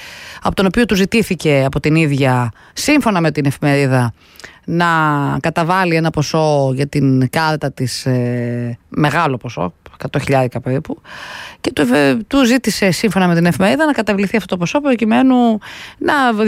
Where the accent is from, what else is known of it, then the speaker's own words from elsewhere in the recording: Pyrgos, Western Greece, Greece; moved away; δεν έχω πάει στον πύργο, το χωριουδάκι μου, το όμορφο.